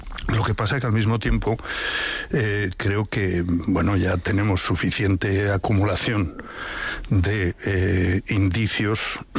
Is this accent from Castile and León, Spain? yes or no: yes; León, Castile and León, Spain; No, sospecho, para... soy de León.